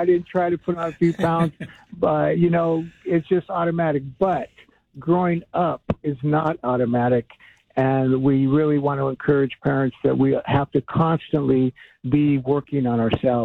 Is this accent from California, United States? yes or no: yes; Los Angeles, California, United States; born or raised there